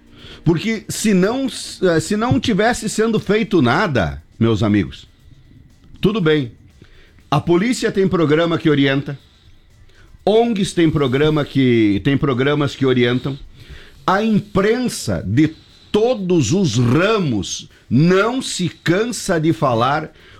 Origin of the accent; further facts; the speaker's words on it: South Region, Brazil; nós batemos tanto no peito de que somos do Sul